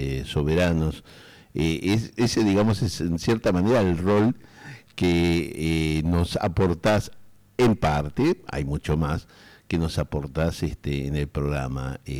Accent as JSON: {"language": "Spanish", "country": "Argentina", "said": "nuestro pueblo argentino, el que integramos. Nosotros no decimos los argentinos, somos argentinos."}